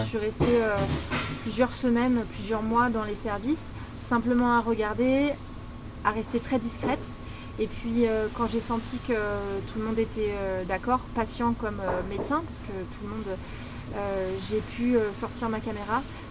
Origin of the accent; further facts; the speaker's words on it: Paris, Île-de-France, France; moved away; j'ai eu des expériences à Paris, là d'où je viens. Mais j'ai eu une expérience de 3 ans à Digne-les-Bains